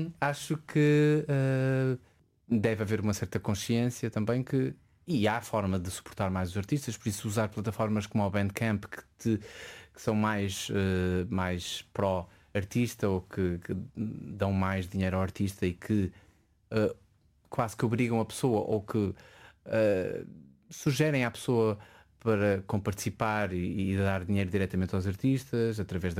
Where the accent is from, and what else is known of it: Porto, Portugal; born or raised there; also born or lived in Azores